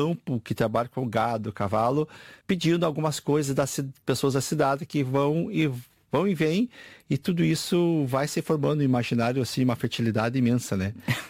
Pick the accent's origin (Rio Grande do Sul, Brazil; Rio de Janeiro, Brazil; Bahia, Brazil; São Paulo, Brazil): Rio Grande do Sul, Brazil; Santo Ângelo; accent: gaúcho; Falando especificamente de onde nasci, no Rio Grande do Sul.